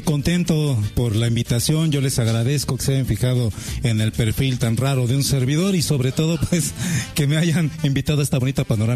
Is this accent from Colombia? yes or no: no; Ecatepec, State of Mexico, Mexico; Somos de Catepec